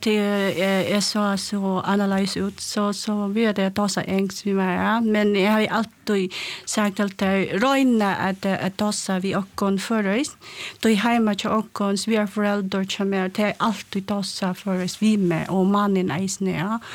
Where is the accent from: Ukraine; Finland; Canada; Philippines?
Philippines; Swedish is a second language; now in Sweden; Ja, jag är från Filippinerna.